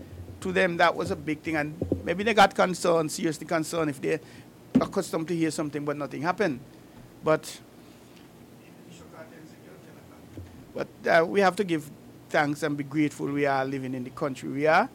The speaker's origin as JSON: {"language": "English", "region": "Nevis", "country": "St. Kitts & Nevis", "lives_now": "Saint Kitts and Nevis", "said": "I came from St. Kitts, from Nevis to St. Kitts on a fishing boat."}